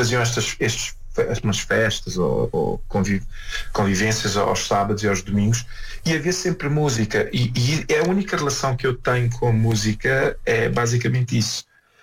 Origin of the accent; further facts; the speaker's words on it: Maputo, Maputo City, Mozambique; moved away as an adult; now in Pretoria, South Africa; Eu vivi em Maputo durante 20 anos, já. Yeah.